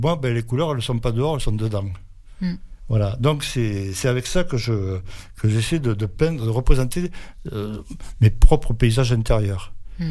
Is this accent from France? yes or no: yes; south of France, France; moved away; Bon, moi j'habite en Île-de-France, ça fait 40 ans, 42 ans maintenant, et je suis originaire du Midi.